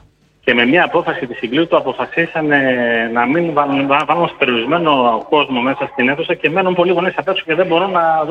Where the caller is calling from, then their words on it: Larissa, Thessaly, Greece; Εμείς ήρθαμε από Λάρισα.